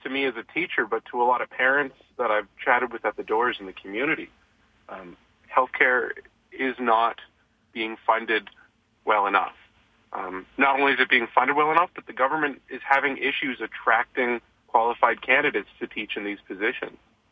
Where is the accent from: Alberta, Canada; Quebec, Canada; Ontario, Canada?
Alberta, Canada; Calgary; And, I've grown up here. I grew up in Chaparral. I now live elsewhere in the constituency, and I'm rooted here.